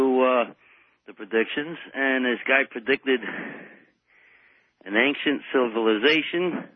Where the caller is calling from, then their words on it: Waterford Works, New Jersey, United States; from Waterford Works, New Jersey, listening to 1210 WPHT out of Philly.